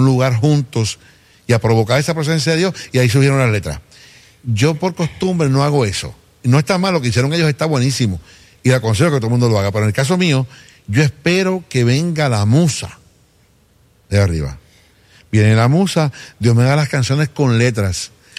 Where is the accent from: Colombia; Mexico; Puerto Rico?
Puerto Rico; Cidra; moved away as an adult; now in Caguas, Puerto Rico; Y me crié en el pueblo de Sidra. Mi mamá es de Calley, de Farallón.